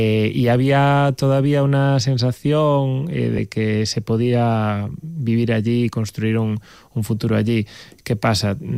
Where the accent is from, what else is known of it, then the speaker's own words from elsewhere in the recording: Baio, Galicia, Spain; yo soy de un pueblo que es Baio, la Costa de la Morte, en la otra punta de Galicia